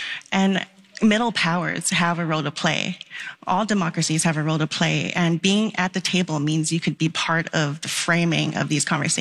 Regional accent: Canada; As a Canadian

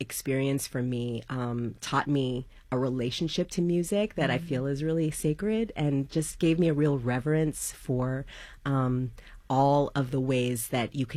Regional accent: Bay Area, California, United States; as a kid growing up in the Bay Area

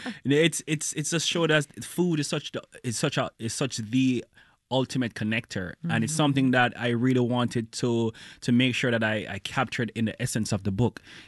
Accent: Jamaica; If I'm being completely honest, growing up in Jamaica, I wanted to practice medicine.

